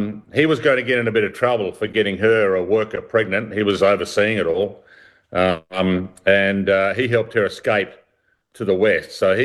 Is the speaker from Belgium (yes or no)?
no; Adelaide, South Australia, Australia; born there; I was born in Brighton, so in Glenelg.